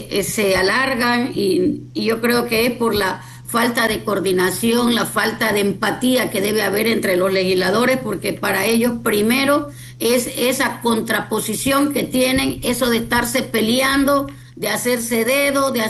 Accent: Ecuador; Yo creo que hay muchas leyes que deberían pensarse como ecuatorianos para proteger a todo lo que es vulnerable en el Ecuador

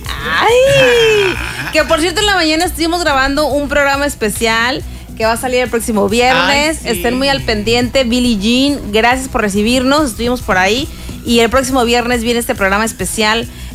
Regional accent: Michoacán, Mexico; moved away; aunque somos de Michoacán, bueno, crecimos en Michoacán

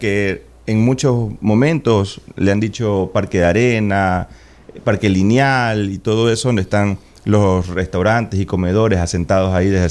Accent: Manta, Manabí, Ecuador; yo vengo de la parte de Tarqui, mi papá fue el fundador y dueño del bar Playita Mía en Tarqui

